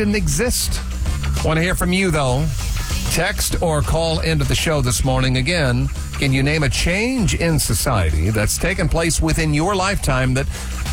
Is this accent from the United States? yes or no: yes; Kokomo, Indiana, United States; When I was a kid growing up in Kokomo, Indiana, just north of Indianapolis